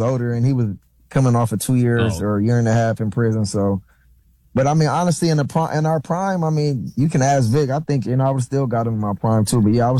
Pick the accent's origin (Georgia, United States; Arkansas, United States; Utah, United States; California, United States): California, United States; Los Angeles; You know, USC was right there in my backyard. I grew up in the Crenshaw district, and, you know, that was literally in my backyard